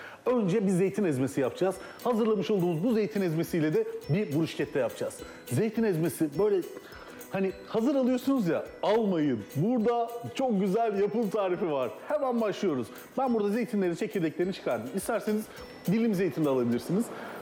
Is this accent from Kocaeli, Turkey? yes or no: no; Adana, Turkey; Biz Adanalıyız biliyorsunuz. Orada böyle Toroslar'da mis gibi dağ kekiği kokar.